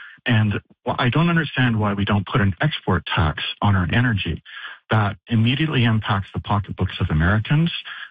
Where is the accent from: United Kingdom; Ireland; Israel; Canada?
Canada; now in San Francisco, United States; I am a Canadian, but I have lived outside San Francisco for a number of years.